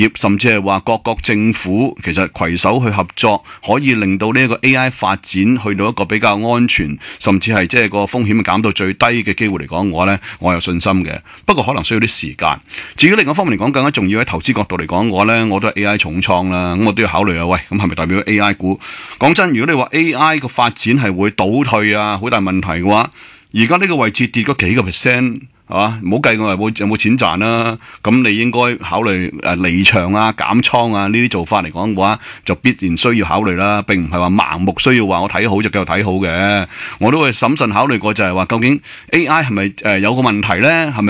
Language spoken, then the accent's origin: Cantonese; Hong Kong; 我哋香港人